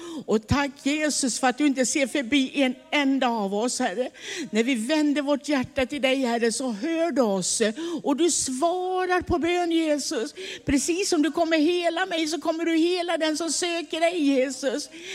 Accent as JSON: {"language": "Swedish", "region": "Småland", "country": "Sweden", "moved": "yes", "said": "i Småland där jag kommer ifrån så säger man att väggarna börnar."}